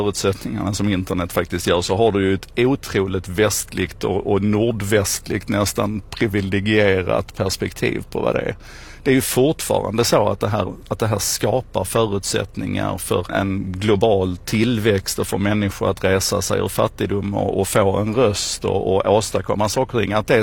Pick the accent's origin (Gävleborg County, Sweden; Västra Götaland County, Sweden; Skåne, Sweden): Skåne, Sweden; Malmö; vi är ju Malmöbor